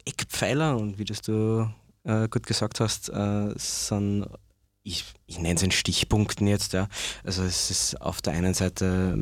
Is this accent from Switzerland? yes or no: no; Upper Austria, Austria; also born or lived in United States; Bin aus dem Salzkammergut eigentlich und dort auch aufgewachsen.